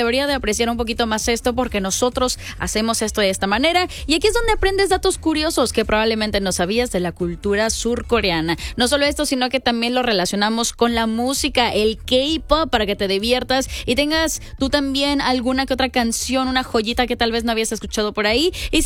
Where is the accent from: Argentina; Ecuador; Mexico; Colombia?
Mexico; nuestra cultura como latinos, como mexicanos.